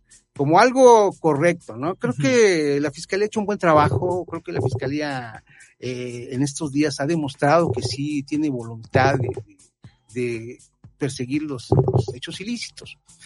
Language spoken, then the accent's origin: Spanish; Xalapa, Veracruz, Mexico; born there; yo tengo 35 años. Nací en Jalapa